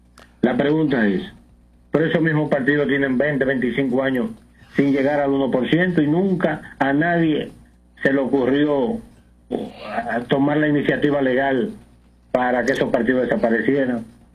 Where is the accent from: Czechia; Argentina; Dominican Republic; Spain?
Dominican Republic; Santiago de los Caballeros, Santiago; Yo me considero un santiaguero